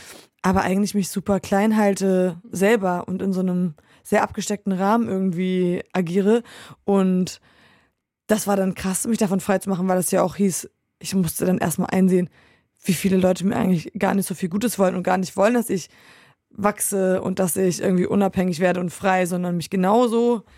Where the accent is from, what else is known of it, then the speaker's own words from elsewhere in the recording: Poland; Also ich bin vor allem in Polen groß geworden mit Liedern